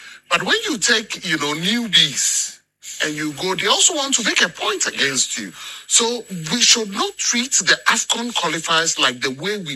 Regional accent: Ghana; As a Ghanaian, I would say no. As a Ghanaian, I would say that let's put

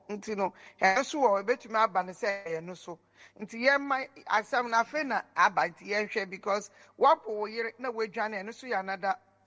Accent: Kumasi, Ashanti, Ghana; Also, wait, I'm from Kumasi, not bad name.

